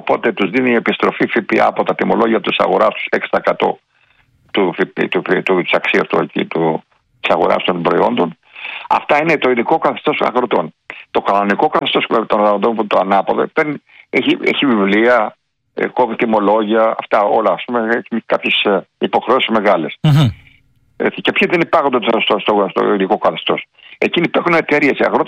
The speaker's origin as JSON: {"language": "Greek", "town": "Platanias", "region": "Crete", "country": "Greece", "said": "από τον Πλετανιά, το χωριό μου, καταγωγή από τον Πλετανιά."}